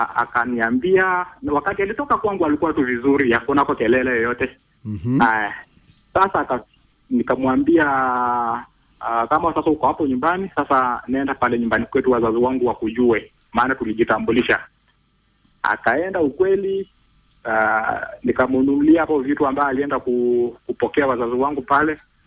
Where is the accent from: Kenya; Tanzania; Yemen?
Kenya; Trans-Nzoia County; born there; Kwetu ni Chepchoina na kwao ni Kayo.